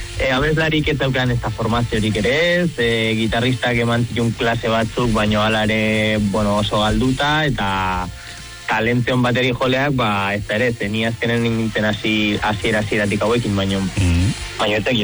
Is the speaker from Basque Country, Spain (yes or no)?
yes; Lazkao, Basque Country, Spain; moved away as an adult; now in Barcelona, Spain; Lazkautarra.